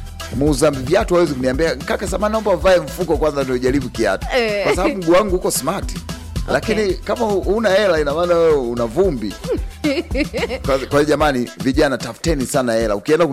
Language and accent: Swahili; Songea, Ruvuma, Tanzania; moved away; kule kwetu kule Songea ambako sisi tumekuwa